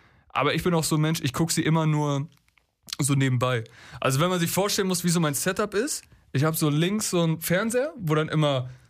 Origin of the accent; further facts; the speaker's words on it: Germany; es war natürlich für uns als Deutsche ein amüsantes Spiel